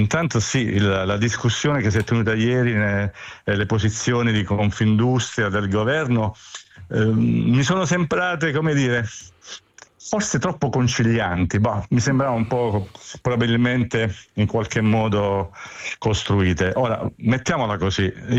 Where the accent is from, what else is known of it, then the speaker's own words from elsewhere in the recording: Southern Italy, Italy; dalle mie parti, dal meridione